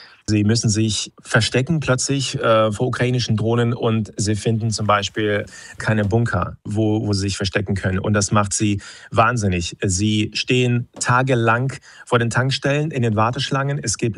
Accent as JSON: {"language": "German", "country": "Russia", "second_language": "German", "moved": "as an adult", "lives_now": "Germany", "said": "Ja, ich bin aus Russland 2022 geflohen nach einer Festnahme und in der Nacht, als ich an der Grenze war, war die Polizei und FSB in meiner Wohnung."}